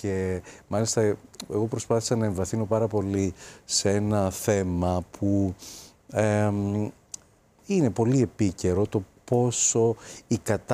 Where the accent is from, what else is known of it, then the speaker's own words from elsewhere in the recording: Agrinio, Western Greece, Greece; moved away as an adult; also born or lived in Venezuela; Εκεί λοιπόν γεννήθηκα κι εγώ. Οι γονείς μου, όταν ήμουν πολύ μικρός, γυρίσαμε στην Ελλάδα, μεγάλωσα στο Αγρίνιο